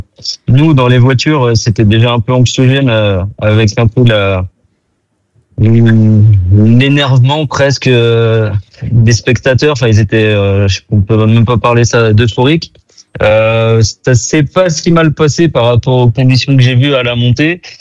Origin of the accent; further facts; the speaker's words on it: France; C'est sûr qu'en tant que Français, on voudrait que Paul monte sur la 3e marche du podium